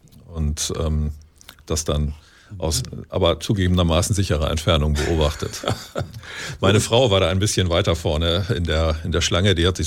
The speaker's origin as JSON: {"language": "German", "area": "Lüchow-Dannenberg", "region": "Lower Saxony", "country": "Germany", "tie": "born or raised there", "moved": "as an adult", "said": "Ich komme übrigens, also wenn ich hier sage, dann meine ich meine Heimat, das ist das östliche Niedersachsen. Ich komme ursprünglich aus dem Wendland, Lüchow-Dannenberg, bin da auch groß geworden."}